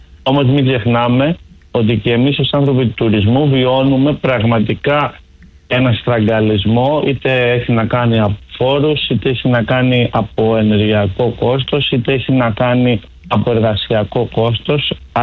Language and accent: Greek; Greece; Θα ευχηθώ ως Έλληνας και ως άνθρωπος του τουρισμού